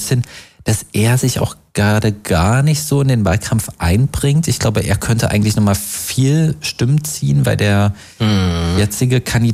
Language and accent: German; Saxony-Anhalt, Germany; now in Leipzig, Germany; Ja, du kommst mein Heimatbundesland.